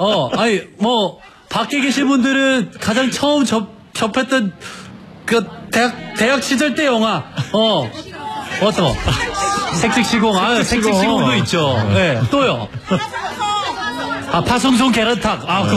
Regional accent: Singapore; 제가 싱가포르에서 자랐지만 거기에 봉봉이라는 한국 노래방이 하나가 있었어요.

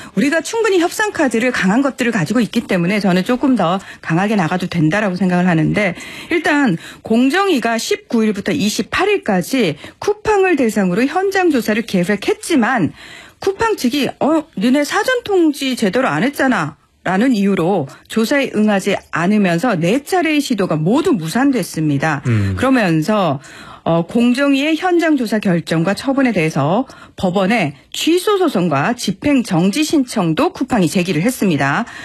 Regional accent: South Korea; 한국 사람으로서 기분이 나빴던 게요.

